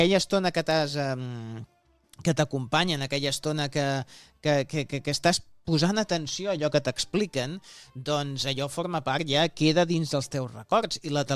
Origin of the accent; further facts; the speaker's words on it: Barcelona, Catalonia, Spain; Som de Sants, som de Sants.